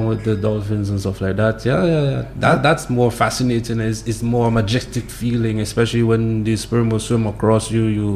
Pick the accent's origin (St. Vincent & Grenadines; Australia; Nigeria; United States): St. Vincent & Grenadines; Grenadines; now in Dominica; Yeah, that's where I'm from. That's where I reborn and raised. So I've been growing up there all my life